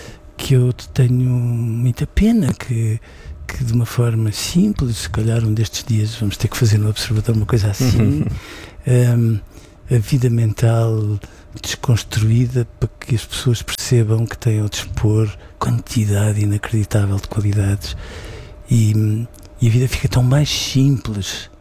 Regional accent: Leiria, Centro, Portugal; born there; E Leiria era uma cidade muito estranha.

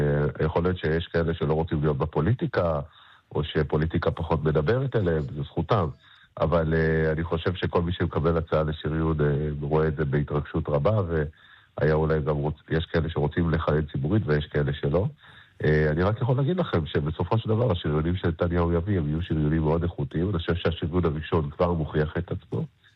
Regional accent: Kiryat Gat, Southern District, Israel; אני מגיע מקריית גת, מהדרום.

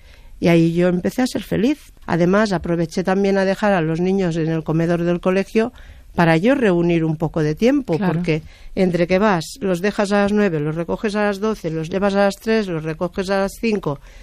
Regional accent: Lleida, Catalonia, Spain; yo soy de Lleida, entonces el día que hay un nubarrón ya estamos preparando las bolsas y las botas para ir a por caracoles

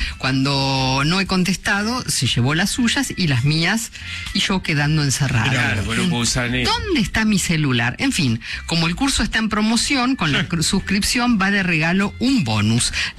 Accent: Posadas, Misiones, Argentina

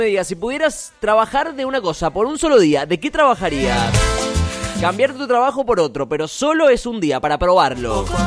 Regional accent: San Martín, Mendoza, Argentina; yo soy de San Martín. En el autódromo de San Martín se van a hacer estas carreras. Y vivo relativamente cerca del autódromo.

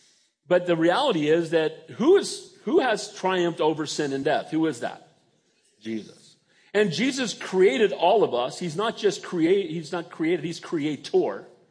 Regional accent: San Bernardino, California, United States; born there; I said, you know, I was born in San Bernardino.

